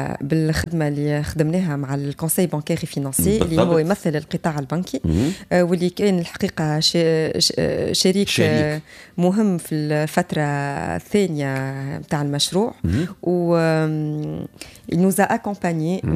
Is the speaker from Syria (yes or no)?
no; Tunisia